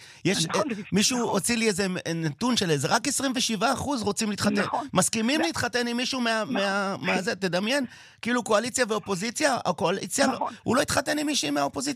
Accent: United Kingdom; כן, אני מתנשא בריטי בבסיס שלי.

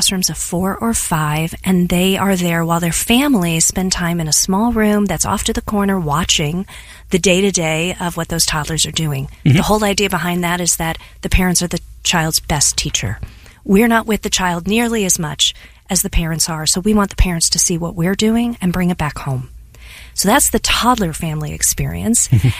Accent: Ballwin, Missouri, United States; So I was lucky enough to go to Lutheran High School South in South County, Missouri, but I grew up in Ballin, so a bunch of my West County friends and I used to make the trek down south every single day.

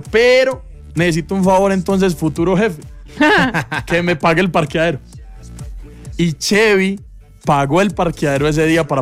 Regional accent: Sonsón, Antioquia, Colombia; Pues como soy de Sonsón, no, me quiero morir en Sonsón y que me entierren.

